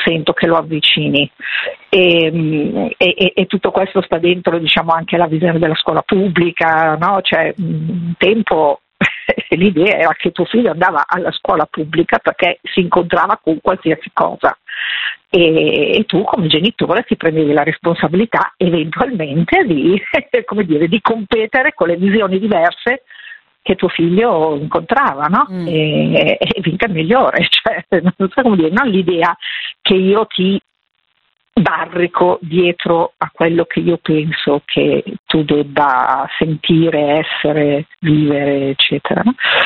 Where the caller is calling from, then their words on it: Milan, Lombardy, Italy; sono di Milano